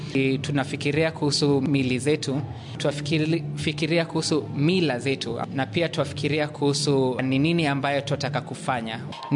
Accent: Kenya; Nimetoka nchi ya Kenya.

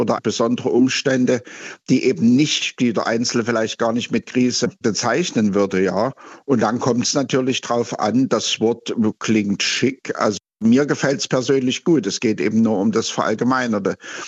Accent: Saxony, Germany; born there; moved away; Sie hören es vielleicht, ich komme ursprünglich aus Sachsen

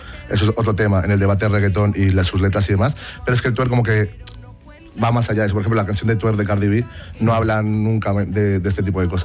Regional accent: Colombia; Sí, soy colombiano.

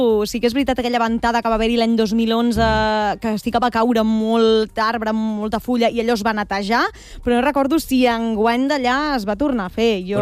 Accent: Caldes de Montbui, Catalonia, Spain; és el meu poble, és Caldes, la urbanització El Farell, és el lloc on he crescut, és la muntanya que he vist tota la meva vida

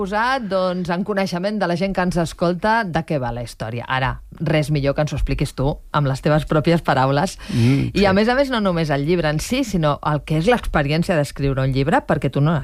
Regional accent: Catalonia, Spain; Clar, jo soc catalana, sí.

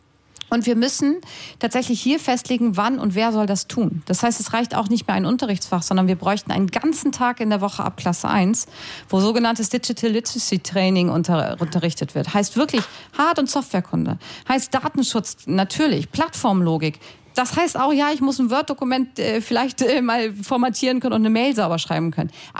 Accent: Lower Saxony, Germany; früher hieß es bei uns in Niedersachsen mal Orientierungsstufe, gab es das hier auch sowas, ne?

